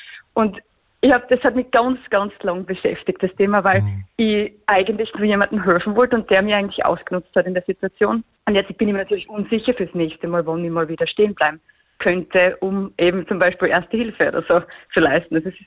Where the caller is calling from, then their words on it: Weiz District, Styria, Austria; Ich bin aus dem Bezirk Weiz